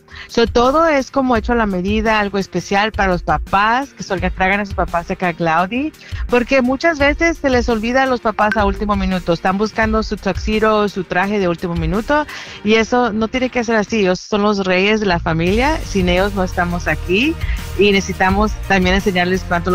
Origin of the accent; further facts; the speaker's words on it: El Salvador; como soy salvadoreña, les damos cola champán.